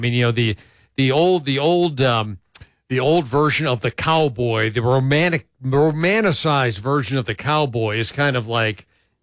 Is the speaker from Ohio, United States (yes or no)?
yes; Cleveland, Ohio, United States; I grew up in Cleveland